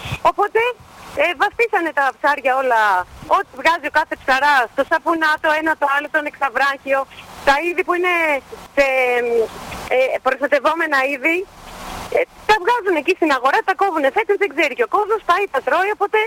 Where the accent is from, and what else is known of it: Greece